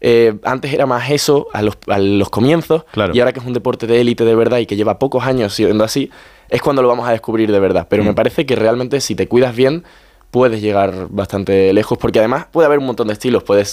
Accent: Seville, Andalusia, Spain; now in Madrid, Spain; Yo, por ejemplo, ahora voy a tener un alquiler en Madrid también, porque estoy todo el tiempo aquí, soy de Sevilla

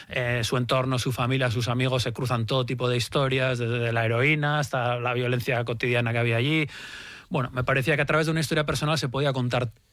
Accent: San Sebastián, Basque Country, Spain; yo soy de Donostiarra del 76, pero yo creo que los que fuimos niños en los 80... los niños vascos de los 80 todos nos decían

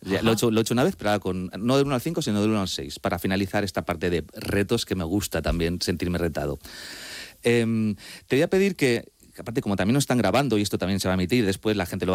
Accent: Madrid, Community of Madrid, Spain

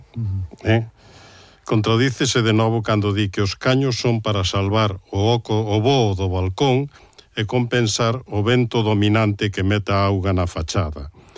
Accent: Santiago de Compostela, Galicia, Spain; pero si son unha persona, como moitos composteláns, que temos capacidade de observar

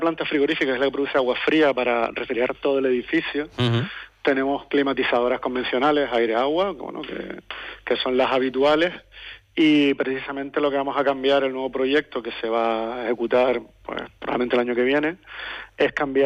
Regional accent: Canary Islands, Spain; Somos canarios y siempre nos gusta sentir el aire de una forma u otra.

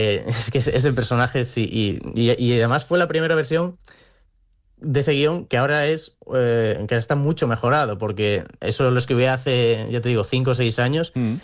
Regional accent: Comillas, Cantabria, Spain; Bueno, yo soy de Comillas, que Santander nos queda lejos, pero el Racing claramente pues es el equipo de aquí de Cantabria, que le tenemos todos muchísimo cariño.

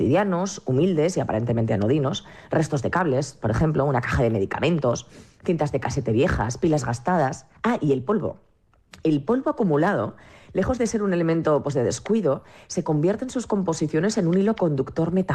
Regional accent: Zaragoza, Aragon, Spain; yo estoy en Zaragoza, en mi tierra.

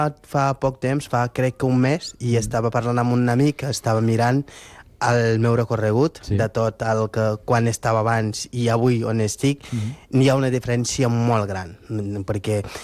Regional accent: Senegal; Catalan is a second language; now in Spain; jo soc de Senegal, no? Vaig arribar aquí fins a aquí, bueno, sense residència, sense res

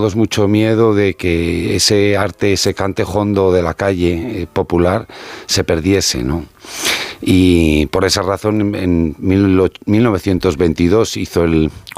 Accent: Spain; y que luego nos da mucha esencia de lo que somos como españoles

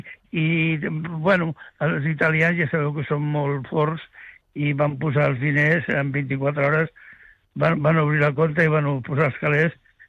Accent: Sitges, Catalonia, Spain; born there; Però jo he nascut a Sitges

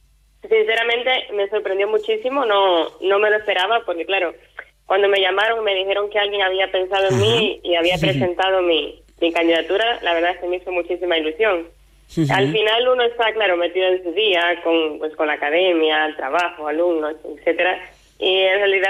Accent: Cuba; moved away as an adult; now in Logroño, Spain; tengo 27 años, llegué a España, bueno, soy cubana, llegué a España en plena pandemia, en noviembre del 2020.

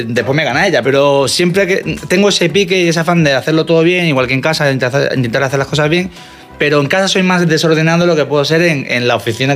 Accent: Málaga, Andalusia, Spain; moved away as an adult; also born or lived in Madrid

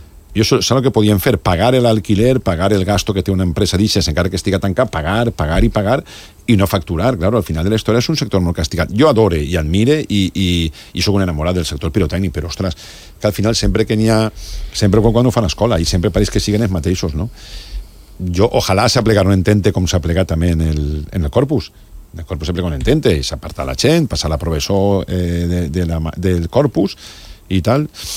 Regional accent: Valencian Community, Spain; Jo vull celebrar el 9 d'octubre, tinc tot el dret del món també com a valencià a celebrar un dia tan bonic, no?

